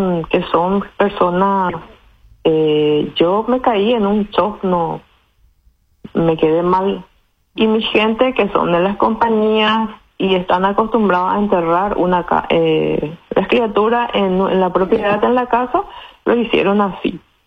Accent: Carapeguá, Paraguarí, Paraguay; yo soy de Carapeguá en una de las compañías, 21 kilómetros que daba mi casa en aquel entonces de la ciudad.

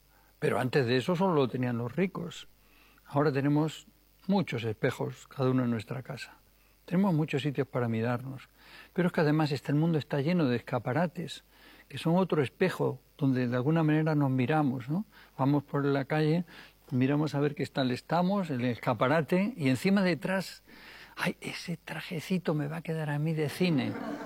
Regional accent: Extremadura, Spain; born there; allá en una cueva en Atapuerca, de donde yo vengo, o en Extremadura, en mi pueblecito

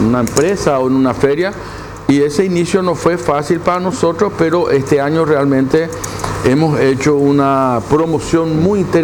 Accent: Paraguay; tenemos que felicitarnos los paraguayos todos

